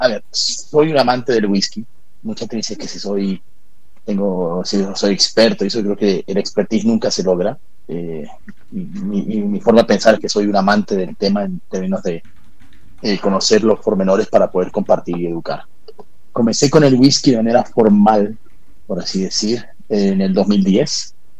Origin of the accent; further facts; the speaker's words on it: Peru; also born or lived in England / Ecuador / Colombia; Yo soy inglés de nacimiento.